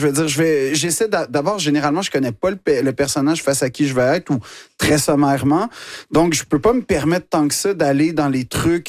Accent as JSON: {"language": "French", "region": "Quebec", "country": "Canada"}